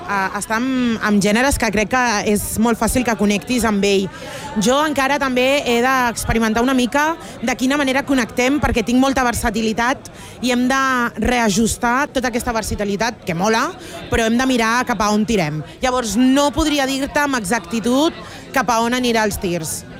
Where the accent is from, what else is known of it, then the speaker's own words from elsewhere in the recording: Barcelona, Catalonia, Spain; born there; also born or lived in Cameroon; Soc nascuda a Barcelona.